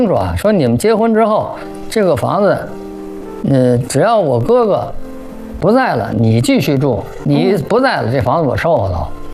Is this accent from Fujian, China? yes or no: no; Beijing, China; 我是北京人